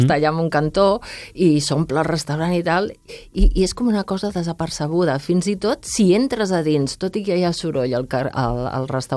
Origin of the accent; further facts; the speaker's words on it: Catalonia, Spain; Penso que la gent, en el fons, ens ressonaran coses, no? com a catalans, perquè parla també de les rebel·lions, de tots aquells moments, no? de reivindicar una nació i tot això.